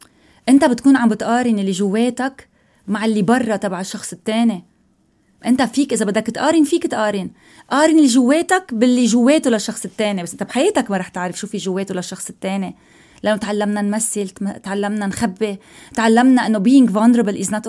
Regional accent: Lebanon; ببلد مثل بلدنا لبنان

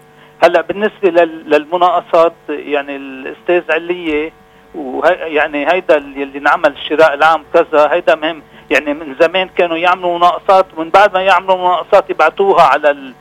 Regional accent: Lebanon; طبعا أنا كلبناني

